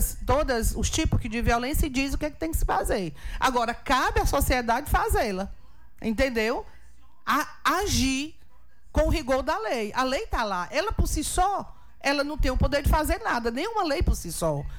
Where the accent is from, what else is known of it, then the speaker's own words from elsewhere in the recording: Altos, Piauí, Brazil; Nasci e me criei em Altos e moro na rua Dom Pedro II a vida toda, né? Tenho 27 anos de professora